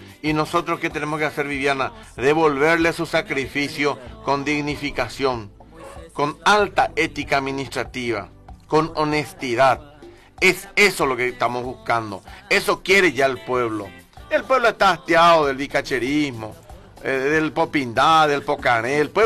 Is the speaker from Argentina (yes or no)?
no; Carapeguá, Paraguarí, Paraguay; Porque yo le amo a mi pueblo.